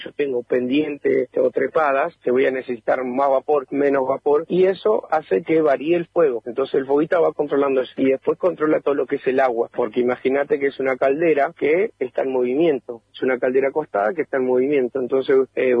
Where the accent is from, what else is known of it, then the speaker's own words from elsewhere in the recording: Esquel, Chubut, Argentina; soy el maquinista acá de La Trochita. Soy de Esquel, tengo 37 años.